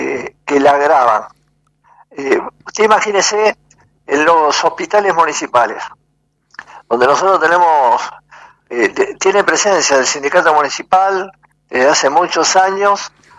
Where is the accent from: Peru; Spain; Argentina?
Argentina; Rosario, Santa Fe; born there; hace un montón de años que vivo en Rosario, nací en Rosario, vivo en Rosario.